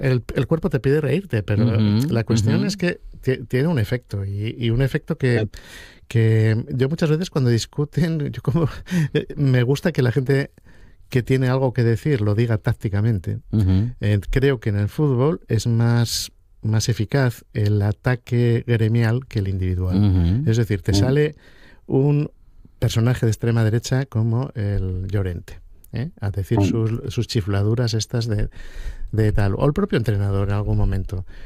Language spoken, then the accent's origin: Spanish; Spain; yo soy español, católico y taurino.